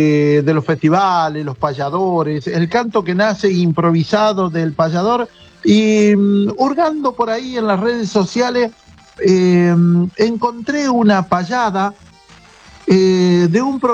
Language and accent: Spanish; Las Piedras, Canelones, Uruguay; now in Bahía Blanca, Argentina; Exactamente, soy de Las Piedras, departamento de Carrión.